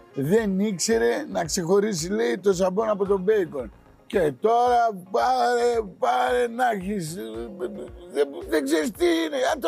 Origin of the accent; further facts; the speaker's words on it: Thessaloniki, Central Macedonia, Greece; now in Athens, Greece; εγώ είμαι από τη Θεσσαλονίκη